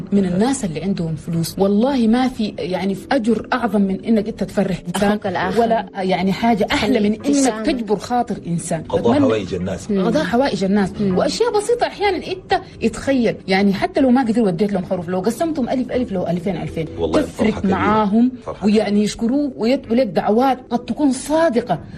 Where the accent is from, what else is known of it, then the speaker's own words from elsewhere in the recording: Chad; دائما نتفكر الجانب الإيجابي لنا نحن كمجتمع تشادي،